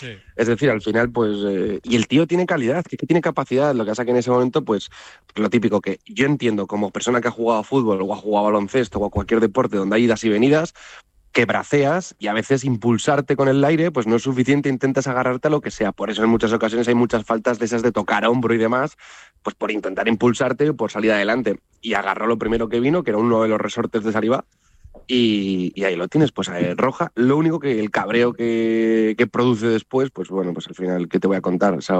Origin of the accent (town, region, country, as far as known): Zaragoza, Aragon, Spain